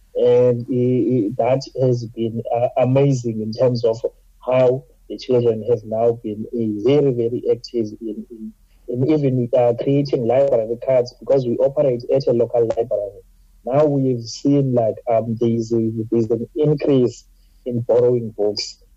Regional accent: Eastern Cape, South Africa; now in Cape Town, South Africa; I was from the Eastern Cape and I started my schooling there. I did not know how to read, how to write when I came to Cape Town.

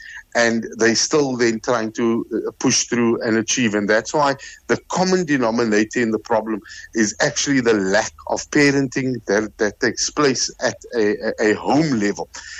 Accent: Cape Town, Western Cape, South Africa; I grew up in Bonteville, and my parents worked.

